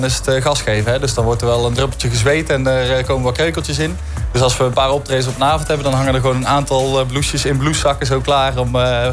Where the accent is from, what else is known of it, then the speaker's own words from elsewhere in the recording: Drunen, North Brabant, Netherlands; Ik kom uit Drunen natuurlijk. Dus dat is een kwartiertje rijden.